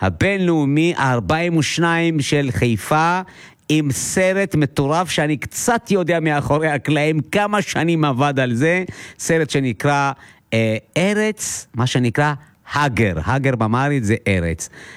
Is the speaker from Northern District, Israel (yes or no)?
no; Arad, Southern District, Israel; born there; כשאני הייתי ילד במרכז קליטה בערד, זה היה ב-90s